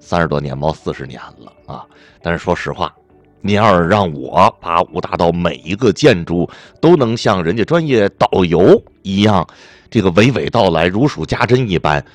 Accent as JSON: {"language": "Chinese", "region": "Tianjin", "country": "China"}